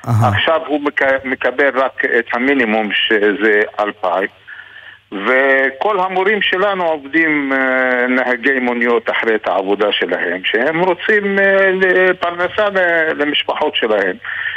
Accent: Jerusalem, Jerusalem District, Israel; born there; אני גר בירושלים, אני נולדתי בעיר העתיקה, אני גר בשכונת

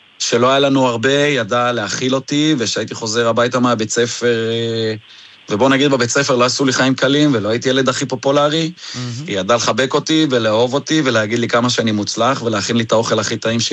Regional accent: Jerusalem, Jerusalem District, Israel; אתה יודע, אנחנו ירושלמים, אנחנו אוהבים סומסום

